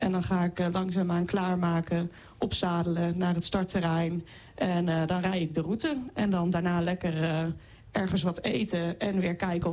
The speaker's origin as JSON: {"language": "Dutch", "town": "Zwolle", "region": "Overijssel", "country": "Netherlands", "said": "En ik kom uit Zwolle en ik heb mijn paarden vroeger in Heerde gestald bij vrienden."}